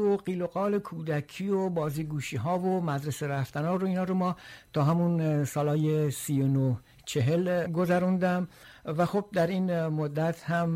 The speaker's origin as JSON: {"language": "Persian", "town": "Dezful", "region": "Khuzestan", "country": "Iran", "tie": "born or raised there", "said": "این وسط گیر افتاده بودیم که هم یه طرف دارای یه مادر عجم هستیم، ولی خب از طرف دیگه پدر ما لوره، خودمون هم توی دسفول چی شدیم، بزرگ شدیم. بنابراین ما این وسط با این دو تا سه تا فرهنگ همینجوری یه جورایی با هم دیگه سر میکرد."}